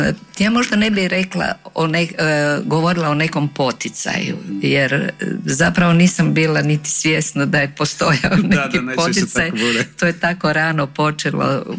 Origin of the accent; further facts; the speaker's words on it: Zagreb, City of Zagreb, Croatia; born there; also born or lived in Tuhelj, Hrvatsko Zagorje; onda je tu bila relacija stalno Tuhelj-Zagreb, tako. Međutim, ono definitivno sam bila negdje oko 4 godine kad sam u Zagrebu, kad smo se stacionirali u Zagrebu.